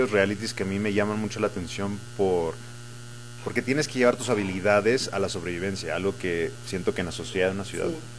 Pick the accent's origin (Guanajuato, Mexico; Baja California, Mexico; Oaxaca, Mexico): Guanajuato, Mexico; San Miguel de Allende; born there; No, yo no nací en Estados Unidos. Yo, de hecho, nací en San Miguel de Allende, en Guanajuato. Pero mi mamá es de California.